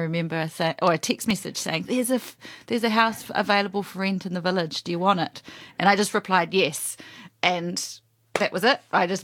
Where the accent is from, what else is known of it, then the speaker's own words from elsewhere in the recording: Otaki, Wellington, New Zealand; also born or lived in Perth, Australia; I was born in Wellington, but have had a number of, so then we moved to Australia, living in Perth till I was 7, moved back to New Zealand to Otaki, and that's where I met Mishy.